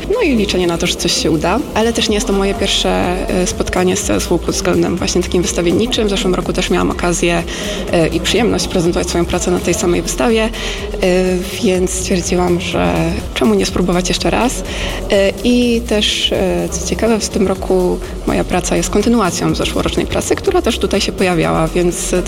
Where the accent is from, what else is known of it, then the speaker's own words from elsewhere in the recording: Toruń, Kuyavian-Pomeranian Voivodeship, Poland; jestem z Torunia.